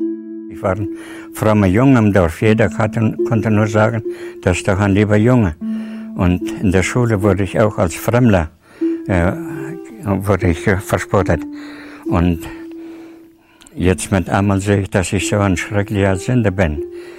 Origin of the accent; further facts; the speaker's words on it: Tajikistan; German is a second language; Ich komme aus Tadschikistan und bin dort auch geboren, an die 1937. Und meine Eltern wurden dort hingesiedelt, also zwangsmäßig, an die 35.